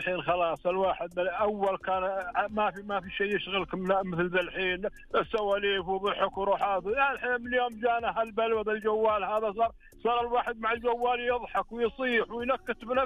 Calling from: Unaizah, Al-Qassim, Saudi Arabia; من القصيم، من عنيزة.

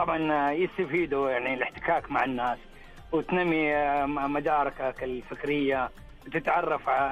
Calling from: Jeddah, Makkah Province, Saudi Arabia

